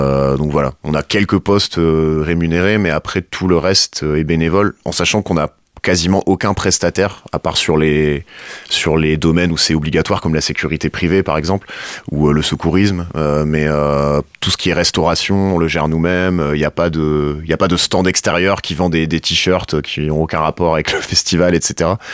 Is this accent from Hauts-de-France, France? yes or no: yes; Bourlon, Hauts-de-France, France; je suis originaire de Bourlon, j'ai grandi à Bourlon et j'y ai vécu pendant longtemps.